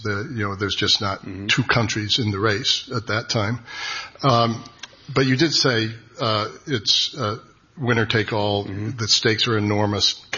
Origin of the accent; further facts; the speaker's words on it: Utah, United States; I'm from Utah, not really usually the hotbed of international dissent